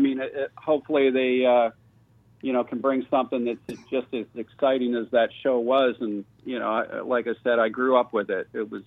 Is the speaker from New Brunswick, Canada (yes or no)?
no; Toronto, Ontario, Canada; moved away; you guys know I'm from Toronto